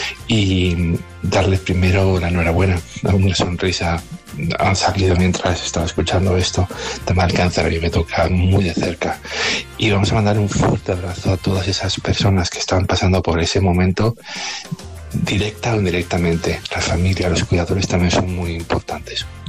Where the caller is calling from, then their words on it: Alcorcón, Community of Madrid, Spain; Hola, Kena, buenos días. … de Alcorcón.